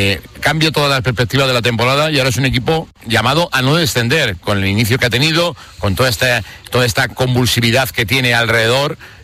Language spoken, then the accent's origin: Spanish; Madrid, Community of Madrid, Spain; No, es que yo soy de Vallecas y soy del Rayo